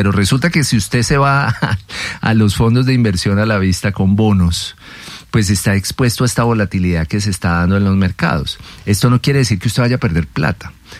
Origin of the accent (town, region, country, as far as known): Colombia